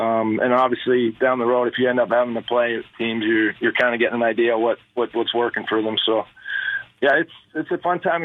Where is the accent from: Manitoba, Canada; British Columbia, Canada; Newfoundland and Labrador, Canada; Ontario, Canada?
Ontario, Canada; Ottawa; born there; I was born in Ottawa. I didn't spend any time there.